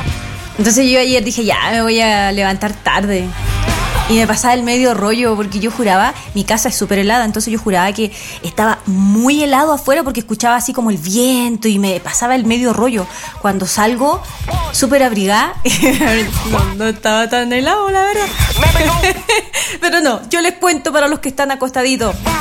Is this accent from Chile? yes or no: yes; Chile; Somos remotivados los chilenos.